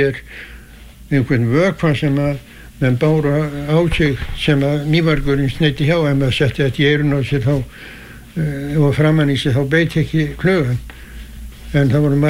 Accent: Arnarvatn, Northeastern Region, Iceland; Ég er fæddur 1923 á Arnarvatni Mývatnssveit og ólst þar upp til fullorðins ára.

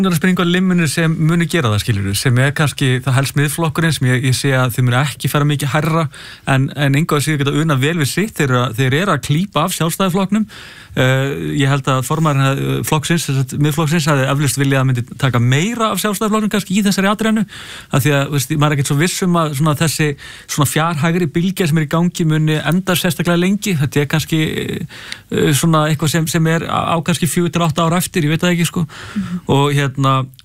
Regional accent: Hafnarfjordur, Capital Region, Iceland; þegar ég var ungur að alast upp í Hafnarfirði

